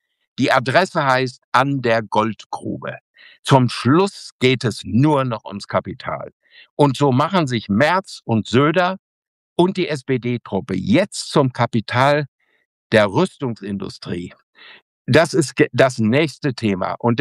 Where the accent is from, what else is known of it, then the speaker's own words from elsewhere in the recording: Bünde, North Rhine-Westphalia, Germany; bin ich in Bünde in Westfalen, in meiner Heimat, Ostwestfalen in der Stadthalle